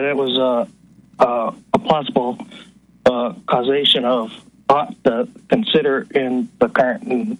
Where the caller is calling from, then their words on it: Michigan, United States; I'm from Michigan.